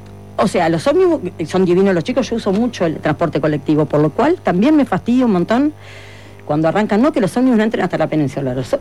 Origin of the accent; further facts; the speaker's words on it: Punta del Este, Maldonado, Uruguay; Nací en Punta del Este, pero me crié en un barrio de mucamas, que era ese, la Parada 2, donde está la terminal